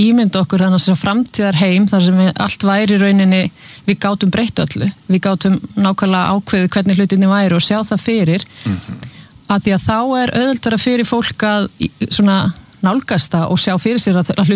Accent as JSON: {"language": "Icelandic", "town": "Húsavík", "region": "Northeastern Region", "country": "Iceland", "said": "Já Ég er frá Húsavík"}